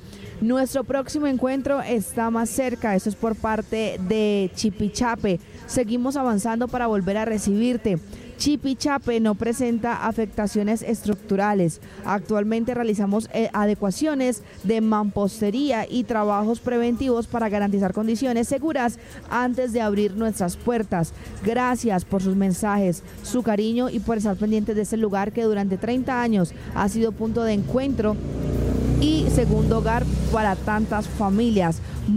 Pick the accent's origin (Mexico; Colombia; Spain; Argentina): Colombia; Cali, Valle del Cauca